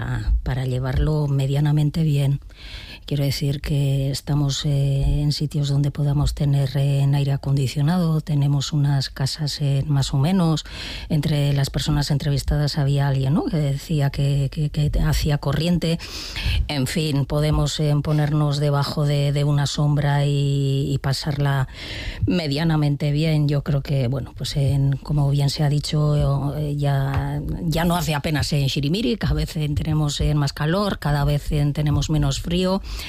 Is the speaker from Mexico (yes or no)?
no; San Sebastián, Basque Country, Spain; Yo soy de Donostiarra